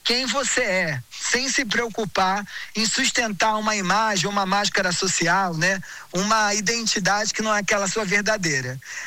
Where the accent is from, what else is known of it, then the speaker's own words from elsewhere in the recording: Rio de Janeiro, Brazil; E eu venho de uma cidade, né? Eu sou carioca. Eu venho de uma cidade onde os amigos são compartimentados, assim.